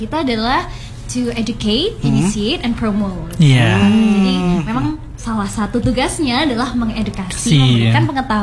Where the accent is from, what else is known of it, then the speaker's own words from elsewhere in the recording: Malang, East Java, Indonesia; saya orang Malang ya, jadi saya sudah tahu dari dulu